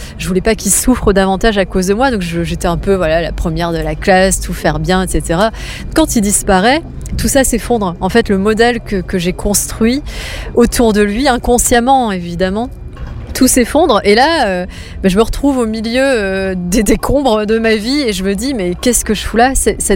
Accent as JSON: {"language": "French", "region": "Hauts-de-France", "country": "France", "tie": "born there", "said": "Je suis née en Picardie. C'est très exotique."}